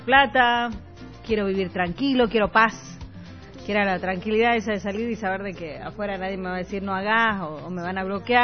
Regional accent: Bolivia; nosotros como bolivianos

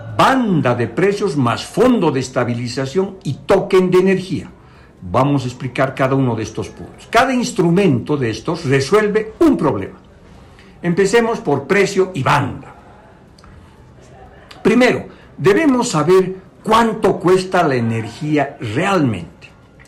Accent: Bolivia

